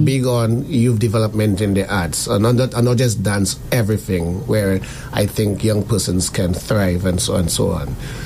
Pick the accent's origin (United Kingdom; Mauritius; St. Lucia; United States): St. Lucia; Castries; I'm from East Castries, I'm Marshall area, mm-hmm. Bishop's Gap.